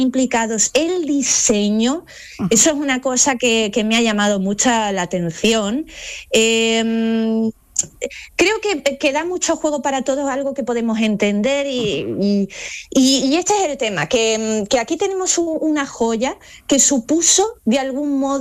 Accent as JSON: {"language": "Spanish", "town": "Málaga", "region": "Andalusia", "country": "Spain", "said": "Entonces esto había, como malagueña, me sentía en el deber de contarlo."}